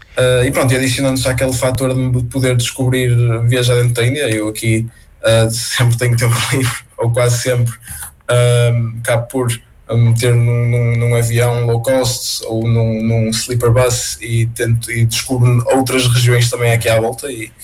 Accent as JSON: {"language": "Portuguese", "town": "Braga", "region": "Norte", "country": "Portugal", "tie": "born or raised there", "moved": "yes", "said": "Eu nasci e cresci em Braga, depois também andei na universidade em Braga"}